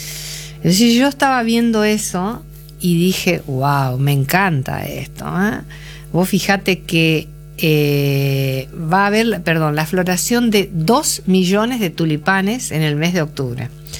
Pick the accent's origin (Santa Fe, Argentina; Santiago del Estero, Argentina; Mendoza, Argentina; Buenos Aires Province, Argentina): Santa Fe, Argentina; Avellaneda; moved away; en Avellaneda, Santa Fe, de donde soy oriunda, también hoy es asueto